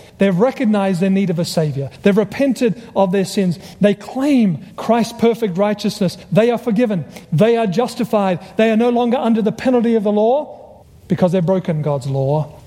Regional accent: Australia; He heard my accent. I was from Australia.

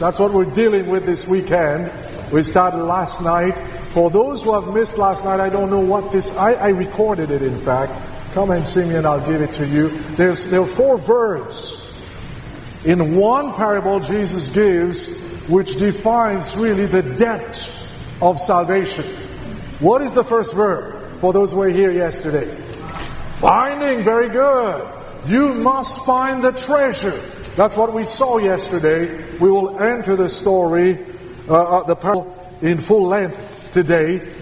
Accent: Seychelles; also born or lived in Mauritius / New Zealand / New Caledonia; now in United States; Born in Mauritius, grew up in the Seychelles, and then moved to New Zealand, married a Canadian who was born in the Seychelles, moved to New Zealand. I have a Kiwi nationality

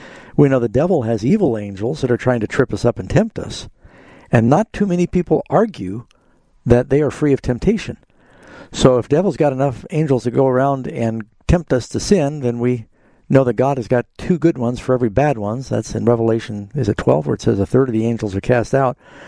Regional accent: Burbank, California, United States; born there; Hi, Deborah. I was born in Burbank.

